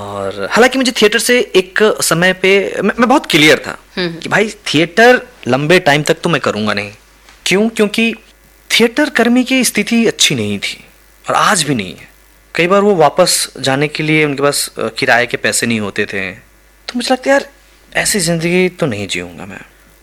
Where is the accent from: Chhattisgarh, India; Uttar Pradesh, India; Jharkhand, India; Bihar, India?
Bihar, India; moved away; चूंकि मैं बिहार से हूँ तो मेरे यहाँ छठ, दिवाली, दशहरा ये सब बहुत धूमधाम से होता है।